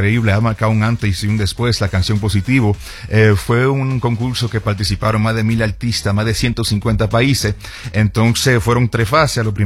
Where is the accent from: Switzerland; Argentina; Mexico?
Switzerland; also born or lived in Dominican Republic; Nací y me crié allá